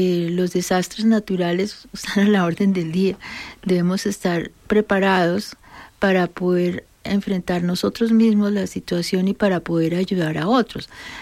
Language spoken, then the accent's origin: Spanish; Colombia; nos ha caracterizado como colombianos